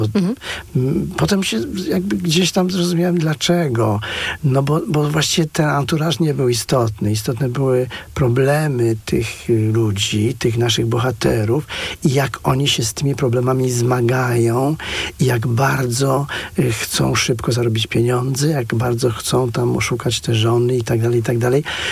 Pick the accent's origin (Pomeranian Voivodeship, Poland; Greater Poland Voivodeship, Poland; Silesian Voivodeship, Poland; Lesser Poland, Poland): Silesian Voivodeship, Poland; I ja pochodzę spod Częstochowy, więc tam troszeczkę inne te granaty były